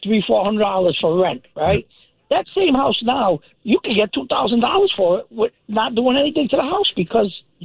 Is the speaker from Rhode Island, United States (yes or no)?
yes; Providence, Rhode Island, United States; I grew up in Providence my whole life. I lived there for 59 years.